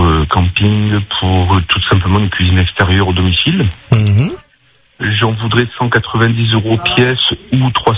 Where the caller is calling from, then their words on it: L'Étang-Salé, Réunion; Alors, moi, je suis sur Étansal et Léo.